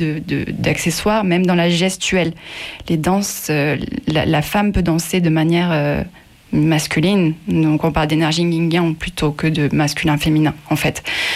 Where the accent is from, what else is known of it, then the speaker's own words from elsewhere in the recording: Larzac, Occitanie, France; moved away; also born or lived in Seville; moi, je viens du Larzac, je suis avéronaise, j'ai aucune origine espagnole ni gitane, je ne peux pas l'inventer. J'ai un nom qui n'a aucune sonorité espagnole.